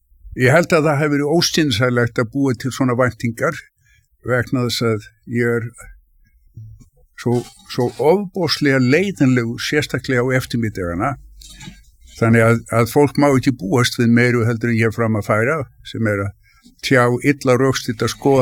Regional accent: Reykjavík, Capital Region, Iceland; born or raised there

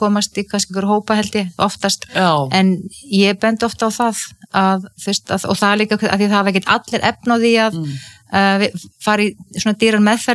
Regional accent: Ísafjörður, Westfjords, Iceland; ég óttaðist sjóin sem kannski líka tengist því að ég alveg upp á Ísafirði þar sem voru tíð sjóslis og menn drukknuðu

